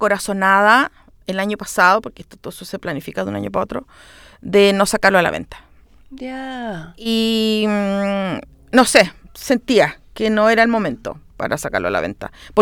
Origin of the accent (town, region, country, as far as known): Magallanes and Chilean Antarctica, Chile; moved away as an adult; now in Santiago, Chile